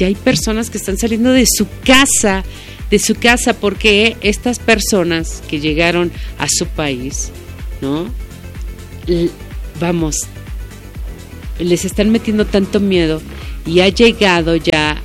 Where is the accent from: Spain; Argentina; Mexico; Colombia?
Mexico